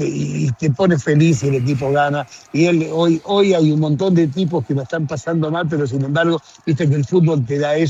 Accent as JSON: {"language": "Spanish", "country": "Argentina", "moved": "yes", "lives_now": "Madrid, Spain", "said": "Hoy somos argentinos todos"}